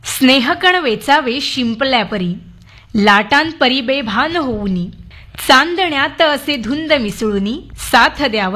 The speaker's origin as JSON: {"language": "Marathi", "town": "Devgad", "region": "Maharashtra", "country": "India", "tie": "born or raised there", "moved": "yes", "lives_now": "Mumbai, India", "said": "नाही, मी मूळची देवगडची"}